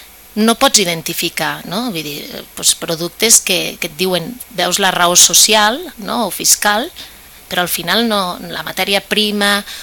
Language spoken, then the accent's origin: Catalan; Lleida, Catalonia, Spain; vosaltres d'on sou? No? I diem, doncs de Lleida.